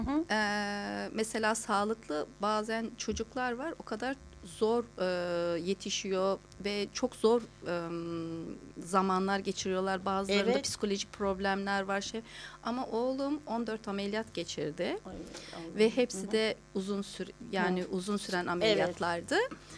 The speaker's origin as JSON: {"language": "Turkish", "region": "Muğla", "country": "Turkey", "said": "Ben Muğla'da yani aha, Muğlalıyım anladım."}